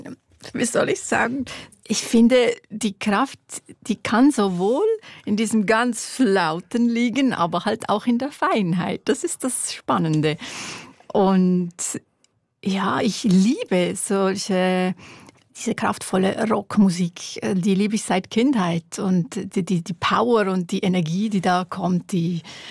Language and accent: German; Wollerau, Schwyz, Switzerland; Ich komme aus einem kleinen Dorf. In Wollerau bin ich aufgewachsen, im Kanton Schwyz.